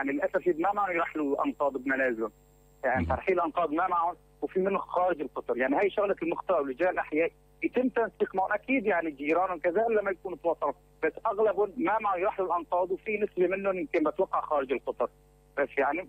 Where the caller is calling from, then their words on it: Aleppo, Aleppo Governorate, Syria; من حلب القديمه، حي الاصيل